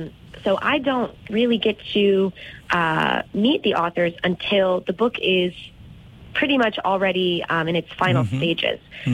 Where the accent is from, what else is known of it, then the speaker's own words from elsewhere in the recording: Cleveland, Ohio, United States; Yeah, I grew up in Cleveland.